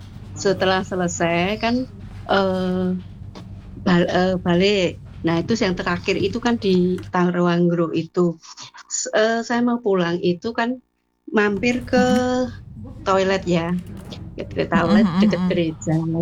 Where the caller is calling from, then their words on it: Surakarta, Central Java, Indonesia; Dari Solo, saya bilang gitu.